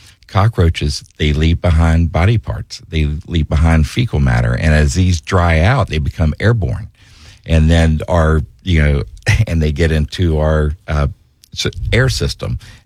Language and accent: English; Jacksonville, Florida, United States; I was born right here in Jacksonville, and I've seen a big, you know, increase, of course, in the population of Jacksonville through the years.